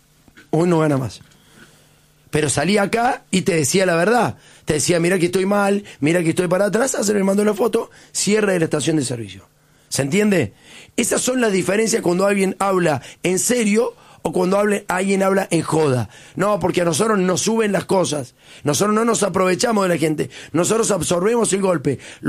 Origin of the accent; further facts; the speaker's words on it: Argentina; Eso, lamentablemente, también somos los argentinos.